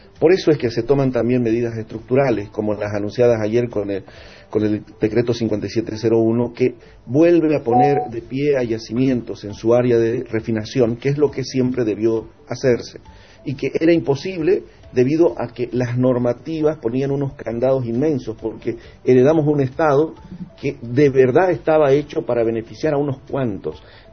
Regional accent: Bolivia; que nos corresponde a todos los bolivianos. No somos los del gobierno, no es el comité cívico, no somos los bolivianos

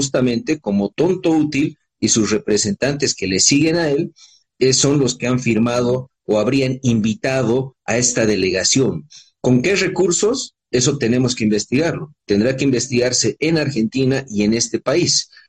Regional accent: La Paz, Bolivia; la mayoría de los paceños y de los bolivianos

